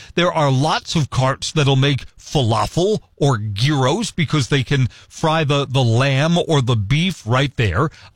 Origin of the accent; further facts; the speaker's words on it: Brooklyn, New York, United States; If you've ever lived in a big city, Like I have. I mean, I grew up in Brooklyn. I know all five boroughs of New York, Manhattan, Staten Island, the Bronx, Queens.